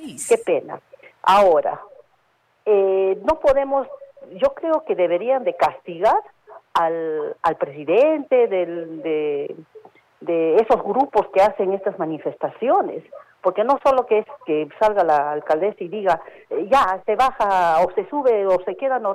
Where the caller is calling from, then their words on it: Arequipa, Peru; porque soy arequipeña